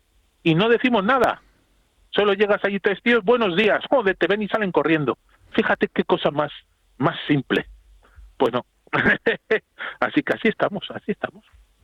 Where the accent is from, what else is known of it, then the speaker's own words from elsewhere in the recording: Bilbao, Basque Country, Spain; Yo soy de Bilbao, y orgulloso de ser de Vizcaya.